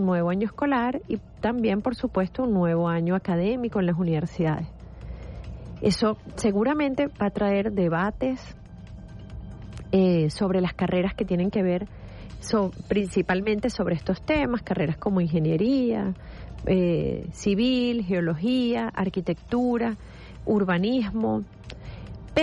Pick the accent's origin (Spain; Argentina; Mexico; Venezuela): Venezuela